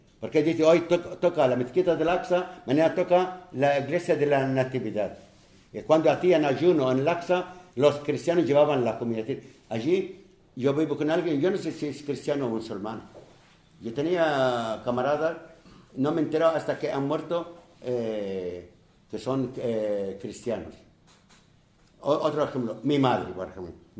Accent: Palestine; moved away; also born or lived in Lebanon; mi pueblo ha sufrido lo insufrible. Pero la culpa no es de mi pueblo

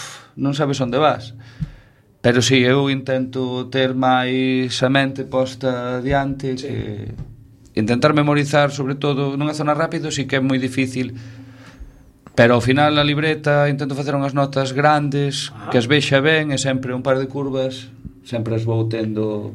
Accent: Arteixo, Galicia, Spain; Sí, bueno, eu son de Arteixo.

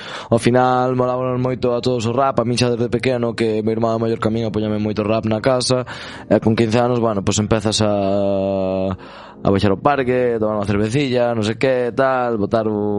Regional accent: Xinzo de Limia, Galicia, Spain; A verdad, eu son de Xinzo, pero meus pais son de Perrelos e de Folgoso, que son dos pueblos do concello de Sarreaos, que xusto están separados polo monte.

